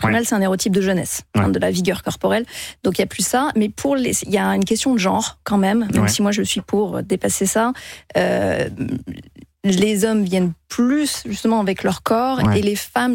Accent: France; moi, je suis française.

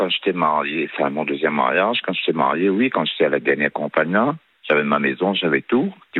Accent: Réunion; J'ai toujours vécu à La Réunion.

